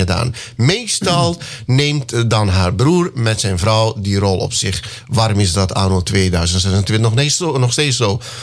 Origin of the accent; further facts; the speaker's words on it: Meerzorg, Commewijne, Suriname; Ik kom uit Meerzorg en ik heb ook hard gewerkt. Ik ben van de generatie van 1955, Vera.